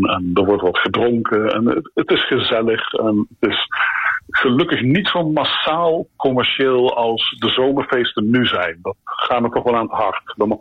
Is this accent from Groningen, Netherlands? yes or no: no; Nijmegen, Gelderland, Netherlands; now in Sweden; Toen ik opgroeide in Nijmegen